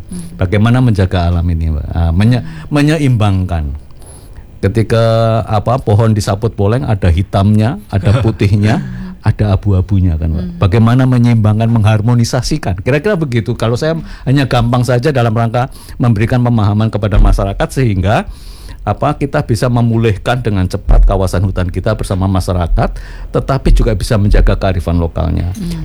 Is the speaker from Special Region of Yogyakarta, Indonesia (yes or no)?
no; Surakarta, Central Java, Indonesia; Itu saya orang Solo tapi tahu.